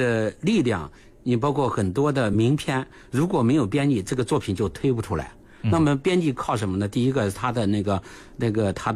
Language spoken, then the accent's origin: Chinese; Henan, China; moved away; 比如说我们河南，我老家是河南，